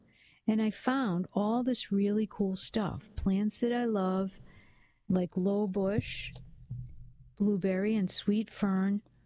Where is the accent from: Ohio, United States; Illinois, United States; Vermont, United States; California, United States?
Vermont, United States; Saxtons River; I grew up in Saxton's River, Vermont, a teeny tiny little town of 300 people in the Connecticut River Valley. It's very rural